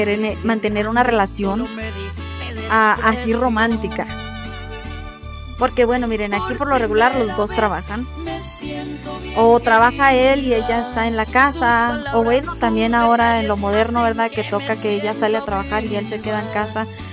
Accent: Chihuahua, Mexico; como dice mi nombre, yo soy de Chihuahua.

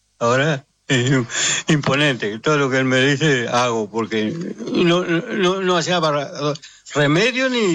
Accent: Soriano, Uruguay; now in Montevideo, Uruguay; Yo vengo ahora de ahí, del barrio municipal de Montevideo. Soy de Soriano, yo. Pero estoy acá, estoy trabajando acá y por eso estoy.

